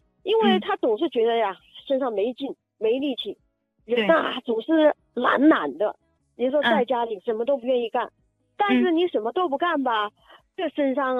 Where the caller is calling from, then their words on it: Sichuan, China; 我家是四川的。